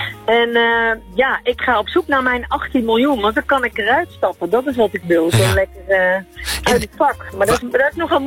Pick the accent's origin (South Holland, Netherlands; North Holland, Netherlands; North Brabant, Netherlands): North Brabant, Netherlands; Ik ben dan wel uit Brabant, maar ik heb geen tasje pistolen achterin.